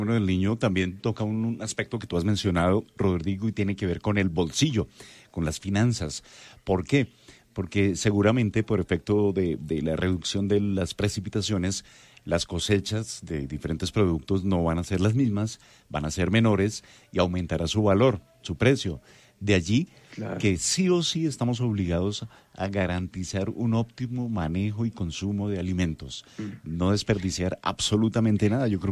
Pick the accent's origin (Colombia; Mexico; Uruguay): Colombia; now in Bogotá, Colombia